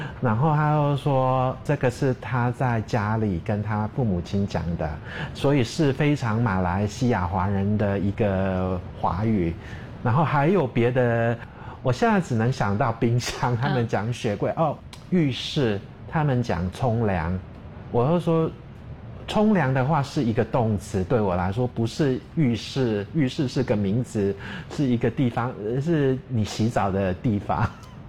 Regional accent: Tasmania, Australia; 我是从塔斯马尼亚来的，我在塔州有自己种菜，在这里热带气候种菜其实蛮困难

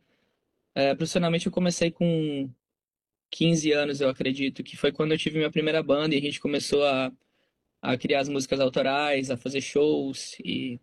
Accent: Farroupilha, Rio Grande do Sul, Brazil; moved away as an adult; also born or lived in Caxias do Sul; now in Sydney, Australia; Sou do Rio Grande do Sul, é Farroupilha. Eu nasci em Caxias do Sul, mas eu morei a minha vida inteira em Farroupilha.

